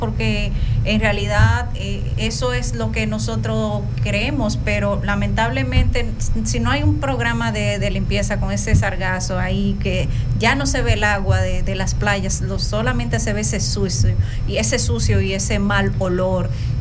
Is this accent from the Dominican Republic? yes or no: yes; Barahona, Dominican Republic